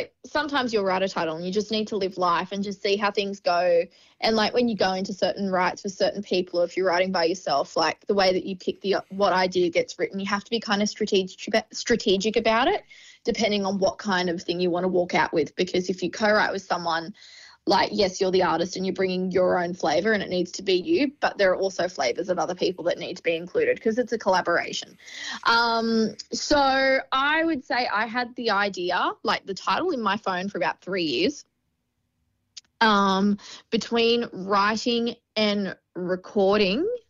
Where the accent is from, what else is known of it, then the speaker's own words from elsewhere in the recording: Sydney, New South Wales, Australia; moved away; I grew up in Western Sydney, so I need to come home.